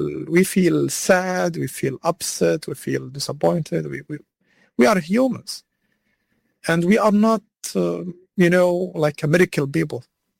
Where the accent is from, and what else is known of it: Gaza Strip, Palestine